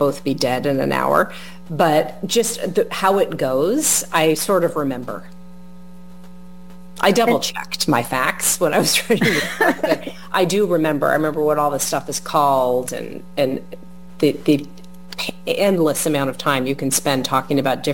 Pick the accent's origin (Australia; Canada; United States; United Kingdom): United States; Los Angeles, California; now in New York, United States; I grew up in Los Angeles as an avid Dodgers fan.